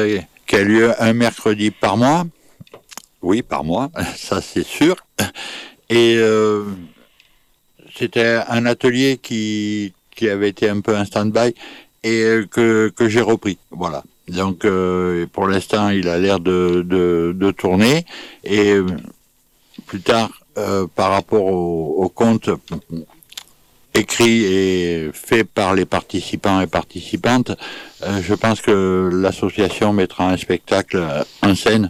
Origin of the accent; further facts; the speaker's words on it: Corsica, France; en tant que Corse